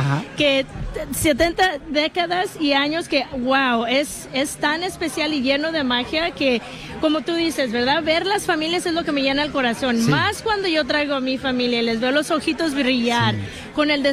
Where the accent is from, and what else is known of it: Guadalajara, Jalisco, Mexico